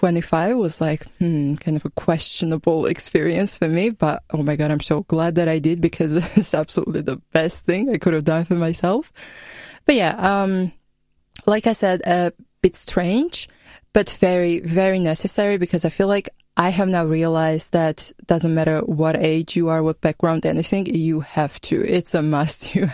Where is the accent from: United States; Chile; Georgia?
Georgia; moved away as an adult; now in Austria; I'm from Georgia. I'm 25. So, being 25 and coming to a different country as a volunteer